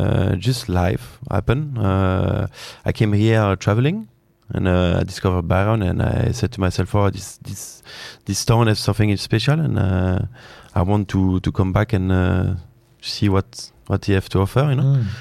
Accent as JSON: {"language": "English", "country": "Belgium", "accent": "French", "moved": "yes", "said": "I'm from Belgium"}